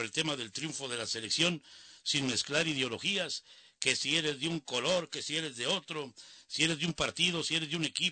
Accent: Mexico; Todos somos mexicanos

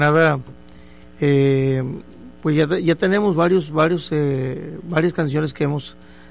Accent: Pánuco, Veracruz, Mexico; also born or lived in Tampico, Tamaulipas; Y crecí en el norte de Veracruz, en Pánuco, Veracruz.

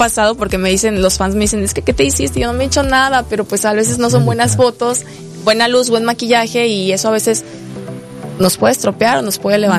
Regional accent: Chiapas, Mexico; al final todos somos paisanos, somos chiapanecos

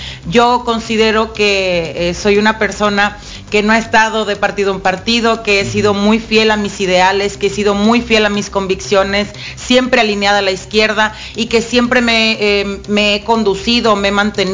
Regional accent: Tecomán, Colima, Mexico; moved away as an adult; now in Colima, Mexico; Tecomán, que de origen es mi municipio, que yo siempre les he platicado que Tecomán es mi municipio de origen

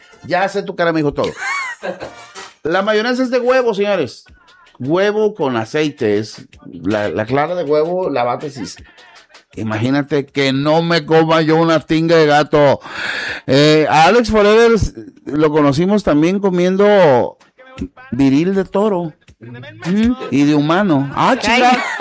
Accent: Guerrero, Mexico; Soy de Guerrero.

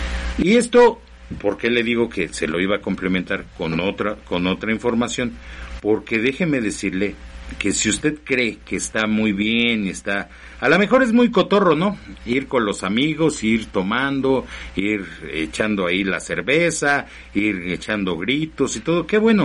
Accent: Mexico; es de nosotros como mexicanos.

